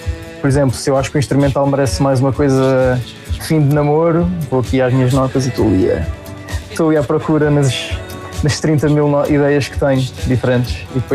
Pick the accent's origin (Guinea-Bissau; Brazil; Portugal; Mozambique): Portugal; Lisbon